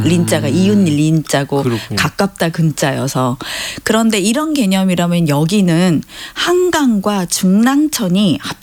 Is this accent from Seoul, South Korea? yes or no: yes; Seoul, South Korea; 저는 서울 사람이라 그 잘 알거든요.